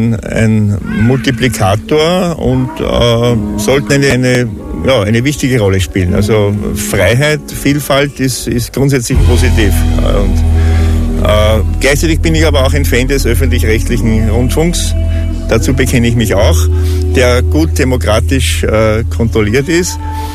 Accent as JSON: {"language": "German", "country": "Austria", "said": "ich als Österreicher in einem der reichsten Länder der Welt mit vielen Vorteilen"}